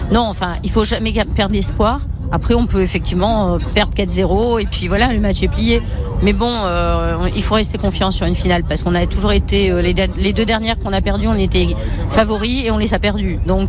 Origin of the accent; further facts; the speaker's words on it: Nice, Provence-Alpes-Côte d'Azur, France; on est niçois